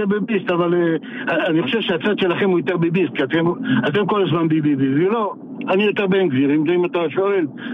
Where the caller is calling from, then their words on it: Jerusalem, Jerusalem District, Israel; מירושלים.